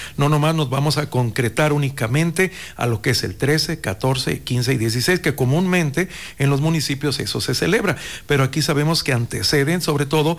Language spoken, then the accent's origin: Spanish; Mexico; nuestra identidad como mexicanos